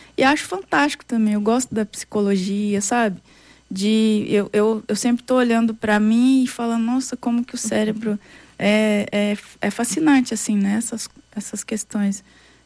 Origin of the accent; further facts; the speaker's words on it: Minas Gerais, Brazil; E sou mineira, cabreira, né?